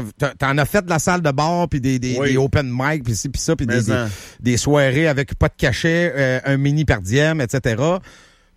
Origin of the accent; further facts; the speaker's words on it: Quebec, Canada; moved away; also born or lived in Montreal; moi, j'étais vu comme un gars de Québec. Je viens même pas de Québec, je viens du centre du Québec. T'sais. Puis quand je vivais à Montréal, parce que j'ai vécu un an à Québec, tout le monde me disait le gars de Québec.